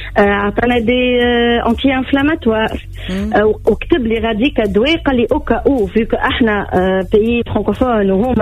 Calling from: Tunisia

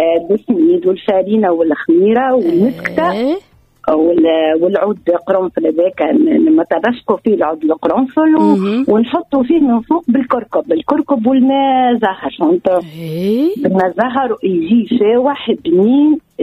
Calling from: Korba, Nabeul Governorate, Tunisia; احنا في قربة أول حاجة عنا حاجة خاصة بقربة بولايتنا بالكابون

